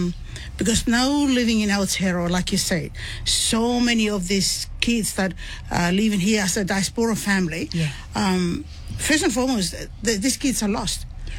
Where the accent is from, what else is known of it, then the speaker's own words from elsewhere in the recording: Mafilau, Vanuatu; And I was born and raised in Vanuatu, in a little village called Mafilau, and the highlands called Hepi.